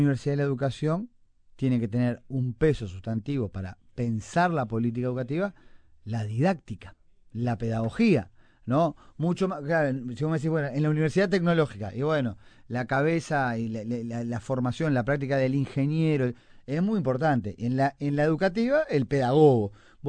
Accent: Montevideo, Uruguay; born there; nosotros los que nacimos acá en Montevideo

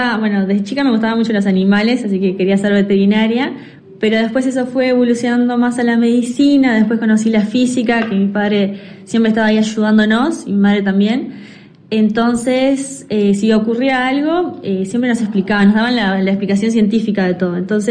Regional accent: Artigas, Uruguay; moved away as an adult; nací y crecí en Artigas. Hice ahí desde que nací hasta los 19

